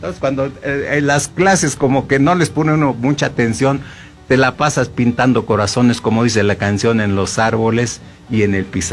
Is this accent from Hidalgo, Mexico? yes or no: yes; Huichapan, Hidalgo, Mexico; moved away; me estoy acordando de mis paisanos que seguramente me están escuchando ahí en mi pueblito Tlaxcalilla, en Huichapan y en todos los municipios del estado de Hidalgo